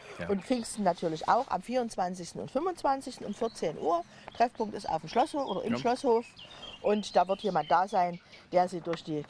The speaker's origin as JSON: {"language": "German", "region": "Saxony", "country": "Germany", "tie": "born there", "said": "ich bin ja auch Sächsin von Geburt und Gemüt."}